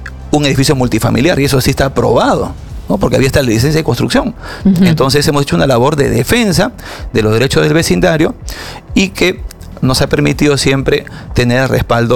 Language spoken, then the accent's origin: Spanish; Lima, Peru; los que hemos nacido y crecido en San Luis.